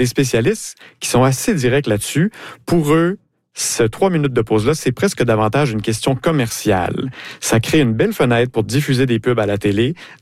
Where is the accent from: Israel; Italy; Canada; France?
Canada; Quebec